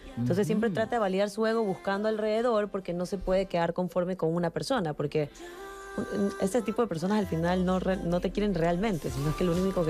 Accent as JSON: {"language": "Spanish", "country": "Ecuador", "moved": "as an adult", "lives_now": "Madrid, Spain", "said": "Ecuador es un país maravilloso, pero siento que ya he hecho todo lo que tenía que hacer en mi país, artísticamente hablando"}